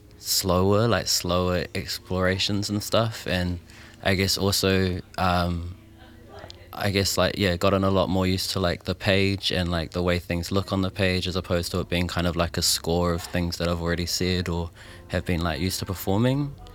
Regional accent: Auckland, New Zealand; Down around the South Island, but I grew up in Manurewa in South Auckland, and now I just hang out mostly central, unless I'm visiting my family back out south

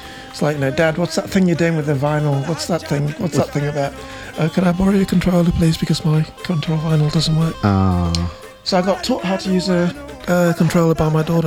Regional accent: Nigeria; now in Auckland, New Zealand; Yeah, I'm a Nigerian, so I'll probably be freezing cold.

